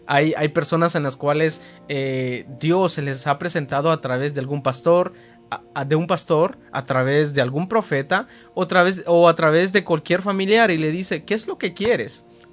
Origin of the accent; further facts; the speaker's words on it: Guatemala; moved away; Yo soy de Guatemala